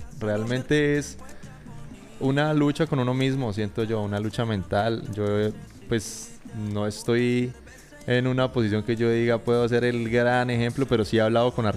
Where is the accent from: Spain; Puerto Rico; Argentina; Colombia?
Colombia; Popayán, Cauca; moved away as an adult; now in Medellín, Colombia; Yo soy de aquí de Popayán, estudié el colegio y universidad aquí. En este momento vivo en Medellín.